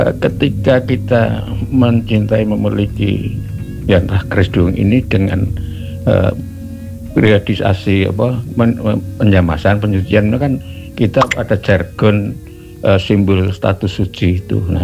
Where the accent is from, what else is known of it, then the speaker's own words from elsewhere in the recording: Special Region of Yogyakarta, Indonesia; saking Gunung Kidul